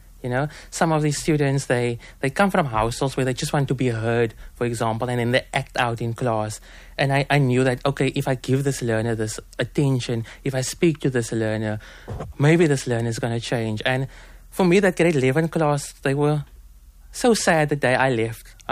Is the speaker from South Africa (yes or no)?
yes; Cape Town, Western Cape, South Africa; growing up in Manenberg, growing with my granny